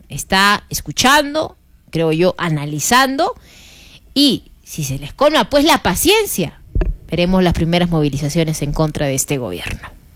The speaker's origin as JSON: {"language": "Spanish", "country": "Peru"}